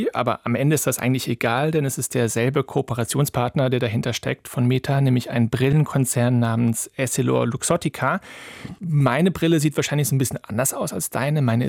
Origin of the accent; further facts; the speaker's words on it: Cologne, North Rhine-Westphalia, Germany; ich komme ja aus Köln